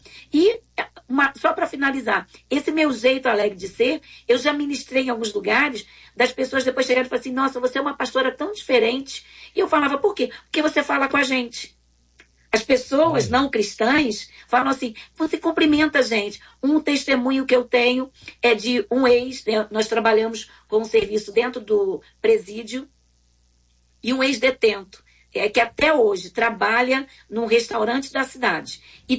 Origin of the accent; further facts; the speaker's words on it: Rio de Janeiro, Brazil; moved away as an adult; a gente chega na cidade e somos cariocas, então nós temos uma característica diferente.